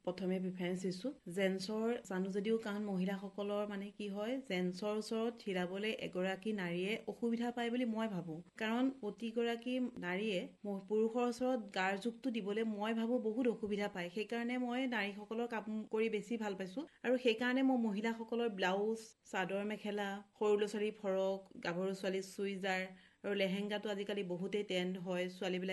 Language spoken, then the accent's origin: Assamese; Nanoi Teliya, Assam, India; মই নগাঁও জিলাৰ ননৈ তেলিয়া গাঁৱৰ ছোৱালী আৰু একেবাৰে ওচৰতে থকা বাদলগাঁৱৰ মই বোৱাৰী।